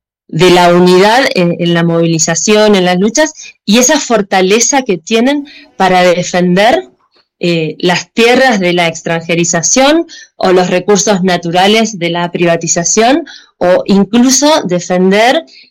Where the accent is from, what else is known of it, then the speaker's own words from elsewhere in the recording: Argentina; vengo de un país, de Argentina, que también es bastante movilizado